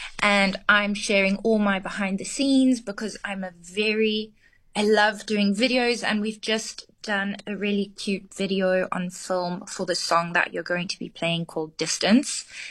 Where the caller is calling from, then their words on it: London, United Kingdom; Yes, I'm calling you from London.